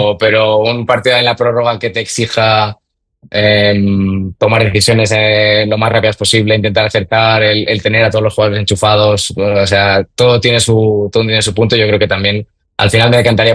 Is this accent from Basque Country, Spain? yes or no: no; Menorca, Balearic Islands, Spain; Menorca por mi tierra, porque me tira a tierra